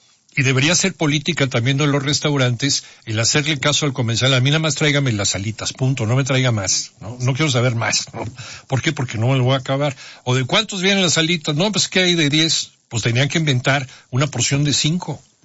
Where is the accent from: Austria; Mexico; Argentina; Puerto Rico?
Mexico